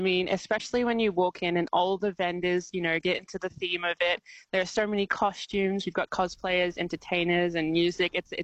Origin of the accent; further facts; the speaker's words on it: Brisbane, Queensland, Australia; I'm from Brisbane originally